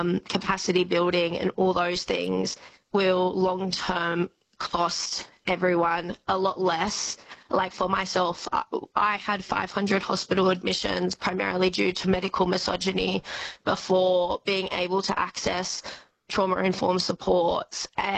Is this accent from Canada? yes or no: no; Sydney, New South Wales, Australia; I grew up in Sydney